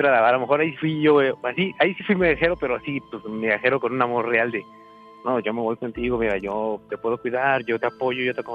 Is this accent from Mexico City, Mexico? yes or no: yes; Mexico City, Mexico; born or raised there; now in Veracruz, Mexico